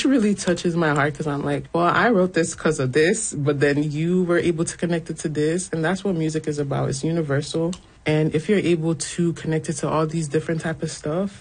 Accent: Nigeria; now in Canada; I feel like growing up in Nigeria, Nigeria is its own world. Stepping out of Nigeria and coming to Canada, I was like, wow.

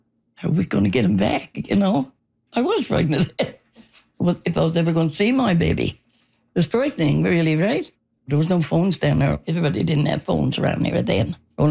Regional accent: Hodges Cove, Newfoundland and Labrador, Canada; I was born and raised here in Odgetskald. Got married when I was 17.

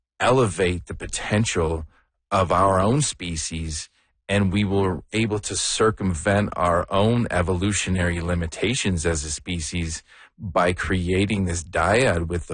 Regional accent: Sarnia, Ontario, Canada; moved away; also born or lived in Hamilton; So I'm from Canada originally. I'm born in Hamilton and raised in Sarnia, Ontario.

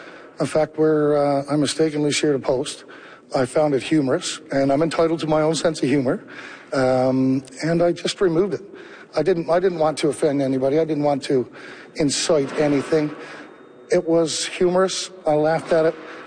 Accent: Newfoundland and Labrador, Canada; As a Newfoundlander and a Labradorian

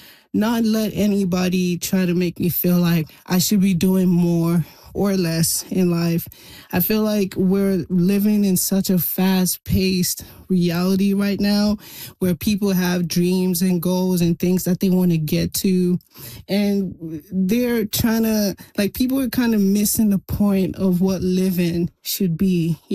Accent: Regina, Saskatchewan, Canada; You know, Regina is my hometown. I love the prairies. We are who we are. You know, prairies raised this little Afro-pop girl over here.

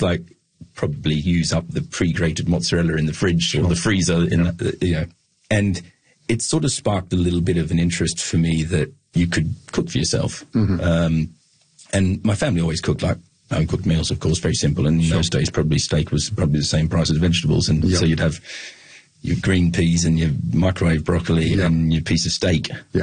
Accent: Williamtown, New South Wales, Australia; So yeah, so I grew up there in Williamtown, quite a rural area, and probably typical of most Australian families.

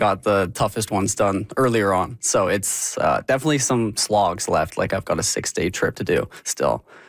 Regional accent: Calgary, Alberta, Canada; I grew up in Calgary, and the Canadian Rockies are just the home range.

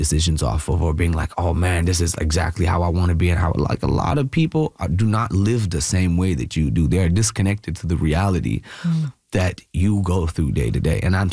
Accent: India; first language Malayalam; English is a second language; which people don't speak Malayalam, which is my native tongue

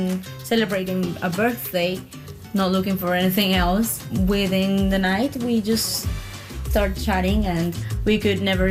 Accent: Bogotá, Colombia; I'm from Bogota, Colombia.

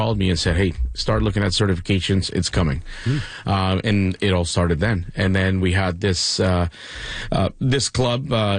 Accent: Mexico; moved away; So I was born and raised in Mexico. So I had my share of paddle because it was invented there.

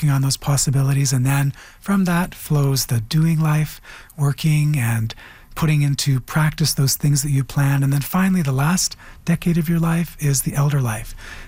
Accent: Canada; I'm wholly Canadian. I'm not some portion Canadian. I'm wholly Anishinaabe, not some portion Anishinaabe.

